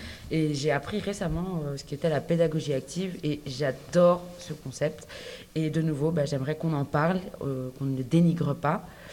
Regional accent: Belgium; moi, j'ai grandi en Belgique, je parle que français. Enfin, à l'époque, je parlais que français.

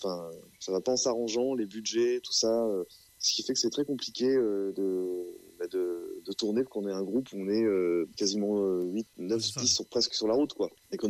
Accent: Caen, Normandy, France; now in Nantes, France; moi, je suis Normand, je suis de Caen. Je suis vraiment à Nantes que depuis 2010, et enfin 2010, non, 2015 et plus précisément.

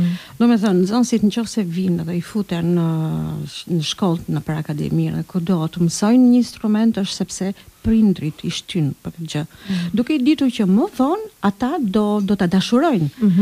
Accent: Durrës, Durrës County, Albania; ndje më shumë Gjirokastrite se sa Durrësake, që ditërisht, sepse jam lindur e rritur në Durrës, po ndjem Gjirokastrite në genet e mija, kam në genet.

